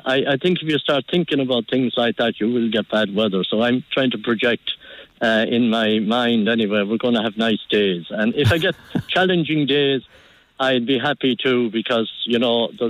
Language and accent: English; Ballyhaunis, County Mayo, Ireland; born or raised there; moved away as an adult